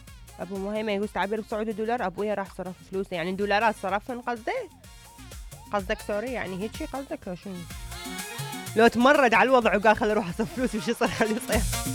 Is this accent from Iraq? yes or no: yes; Iraq; والله يا استاذ محمد عندنا بالعراق صعد الدولار زين؟